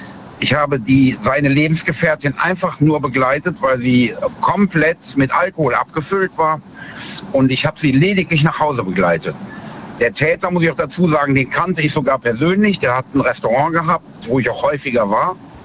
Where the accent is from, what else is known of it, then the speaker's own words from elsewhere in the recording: Bad Neuenahr, Rhineland-Palatinate, Germany; Aus Bad Neuenahr.